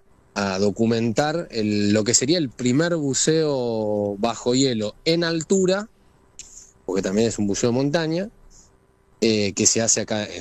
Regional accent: Buenos Aires, Argentina; now in San Luis, Argentina; teniendo en cuenta que yo vivo en San Luis, pero soy oriundo de la Ciudad Autónoma de Buenos Aires.

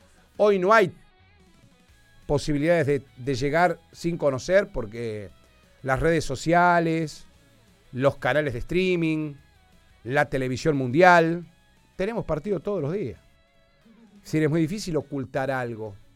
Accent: Argentina

